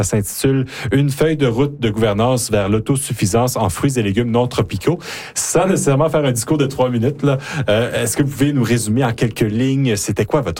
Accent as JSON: {"language": "French", "region": "Quebec", "country": "Canada", "moved": "yes", "lives_now": "Saskatchewan, Canada", "said": "en tant que Québécois"}